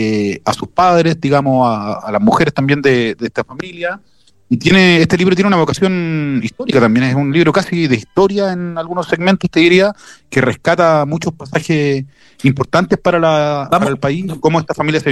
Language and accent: Spanish; Chile